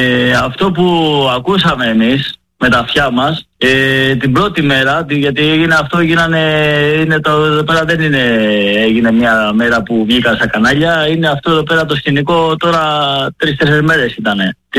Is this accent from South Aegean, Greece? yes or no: yes; Karpathos, South Aegean, Greece; είμαι από την Κάρπαθο.